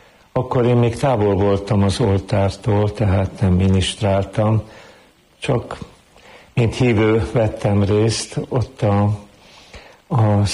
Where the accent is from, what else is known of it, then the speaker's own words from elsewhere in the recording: Zugló, Budapest, Hungary; Gyermekkoromat Szuglóban éltem meg, 14 éves koromig, mert utána már bencés diák lettem Pannonhalmán, tehát elkerültem otthonról.